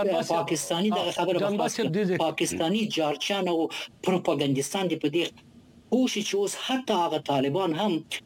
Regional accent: Afghanistan; زه د افغانستان یو بچه یم.

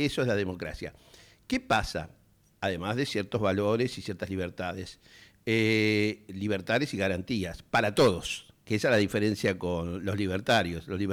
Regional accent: Argentina; Queridos compatriotas, como siempre le decimos, somos un gran pueblo que vive en un hermoso territorio

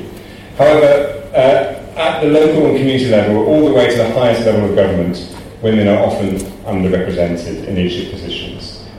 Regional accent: United Kingdom; moved away as an adult; now in Kenya; Now, I'm a British bureaucrat, I'm a civil servant

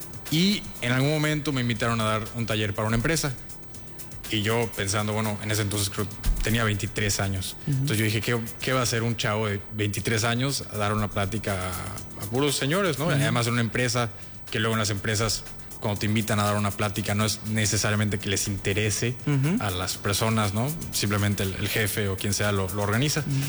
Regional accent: Mérida, Yucatán, Mexico; also born or lived in Cancún; para servirles. Tengo 25 años, nací en Cancún, pero crecí acá en Mérida.

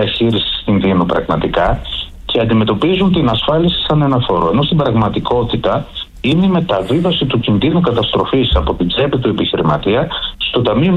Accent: Greece; έχουμε και αυτό που έχουμε σαν Έλληνες

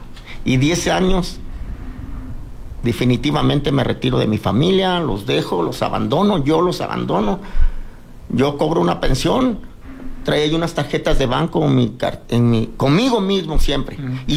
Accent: Chihuahua, Mexico; also born or lived in United States; now in Durango, Mexico; 15 años yo llegué a México con mi esposa, mis hijos, todo, porque mi esposa es de aquí, de Durango. Yo soy del estado de Chihuahua.

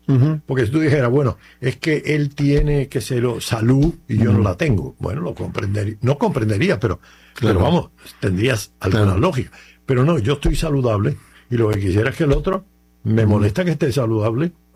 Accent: Cuba; yo que soy cubano

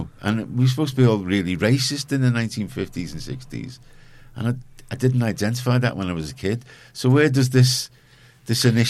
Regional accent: Liverpool, North West England, United Kingdom; I grew up in Garston, and, you know, there wasn't a lot of black people there

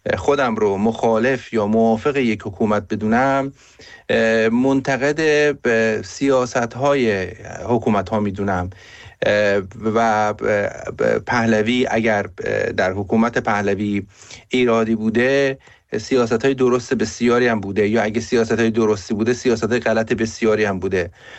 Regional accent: Iran; به عنوان یک ایرانی

